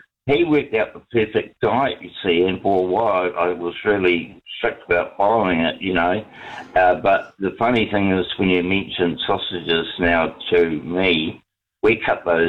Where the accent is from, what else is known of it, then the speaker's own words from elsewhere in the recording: Whangarei, Northland, New Zealand; now in Napier, New Zealand; And I remember when I came down here from Whangarei, and I was at one of my first jobs, you know, a lot of jobs, one of my first jobs, I said, oh, I come from the winterless north